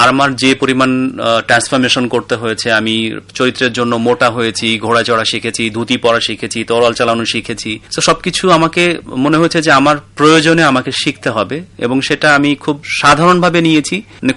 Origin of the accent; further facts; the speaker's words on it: Bangladesh; আমার দেশে আমি সবাই এখনো অনেকে জানে না যে আমি বাংলাদেশি।